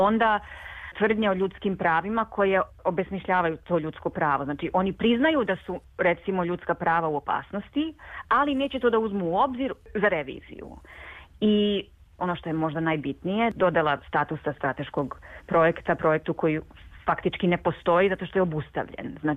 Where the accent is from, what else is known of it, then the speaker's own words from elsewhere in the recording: Serbia; mislim, mi nismo lokalna zajednica, ali mi smo lokalni Srbi, jel tako?